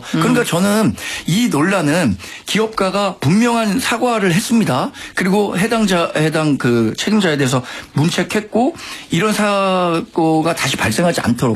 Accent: South Korea

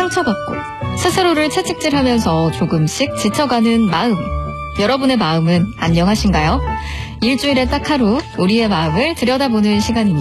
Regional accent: South Korea

